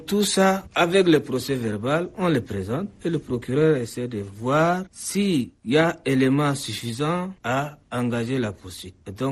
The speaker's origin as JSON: {"language": "French", "country": "Chad", "said": "lorsque nous sommes dans un pays comme chez nous au Tchad"}